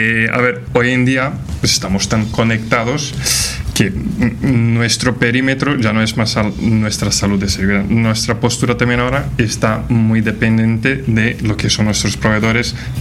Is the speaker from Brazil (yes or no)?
yes; Brazil; Spanish is a second language; also born or lived in Portugal; now in Madrid, Spain; No, la verdad es que soy brasileño.